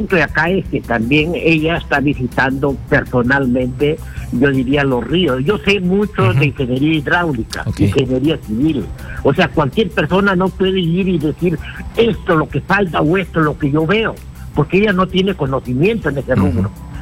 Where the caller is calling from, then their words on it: Trujillo, La Libertad, Peru; te saludo de Trujillo